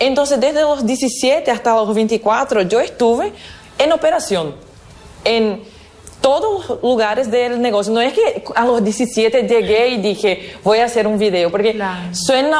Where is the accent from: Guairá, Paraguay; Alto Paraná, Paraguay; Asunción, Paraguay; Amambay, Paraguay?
Alto Paraná, Paraguay; Ciudad del Este; also born or lived in Foz do Iguaçu, Brazil; soy de Ciudad del Este, nací en Brasil, Foz do Iguaçu, frontera con Ciudad del Este. Tengo 34 años